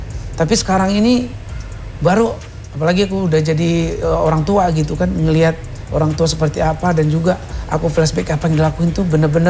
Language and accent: Indonesian; Sumatra, Indonesia; karena aku memang gede di Sumatera itu, memang rohnya, roh Bataknya kuat banget.